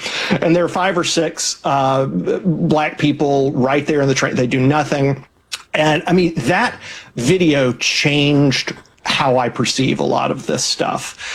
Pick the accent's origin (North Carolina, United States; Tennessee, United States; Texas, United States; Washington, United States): Tennessee, United States; Memphis; born there; Memphis is kind of my hometown.